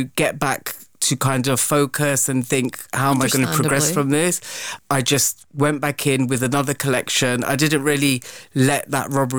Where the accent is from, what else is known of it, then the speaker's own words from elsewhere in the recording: United Kingdom; born there; Because obviously I was born in Britain. Mm. I didn't have much exposure to Pakistan growing up.